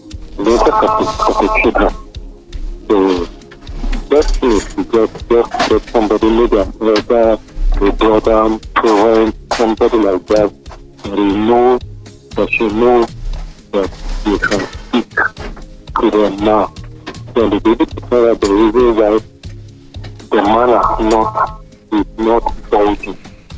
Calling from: Vancouver, British Columbia, Canada; I'm calling from Vancouver.

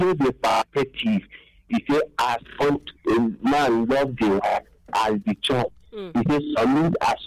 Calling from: Ebonyi, Nigeria; I'm calling from Ebony State area

